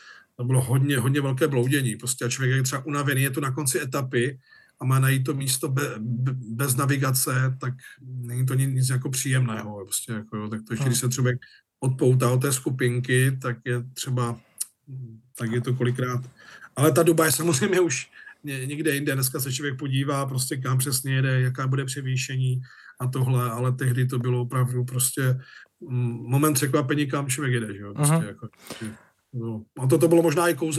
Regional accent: Uherský Brod, Zlín Region, Czechia; Já jsem teda víceméně z Uherského Brodu, takže prostě tady to naše olomoucká arcidiecéze

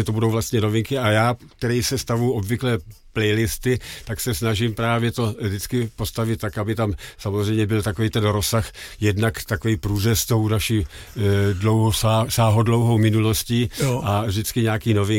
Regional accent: Karlovy Vary, Karlovy Vary Region, Czechia; accent: Karlovy Vary; also born or lived in Velké Losiny; Já jsem se narodil na cestě ve Velkých Losinách, ale mládí jsem strávil v Karlových Varech.

